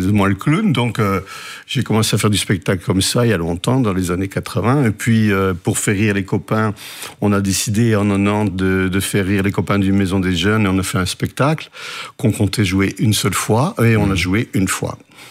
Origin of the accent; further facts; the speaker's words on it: Charleroi, Wallonia, Belgium; moved away as an adult; now in Carnières, Belgium; Je suis Carolo, mais j'habite dans la région du centre depuis 25 ans par amour. Donc j'ai émigré, j'ai fait 25 bornes, j'habite Carnières.